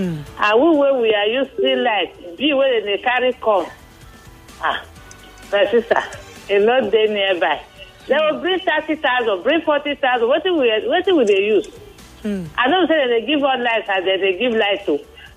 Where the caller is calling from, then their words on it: Ikorodu, Lagos, Nigeria; I'll complain from Ijede Ikurudu.